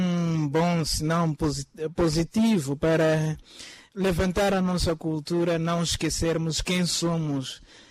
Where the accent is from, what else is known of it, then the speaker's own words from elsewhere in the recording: Nhamatanda, Sofala, Mozambique; moved away as an adult; now in Beira, Mozambique; como eu sou de Nhamatanda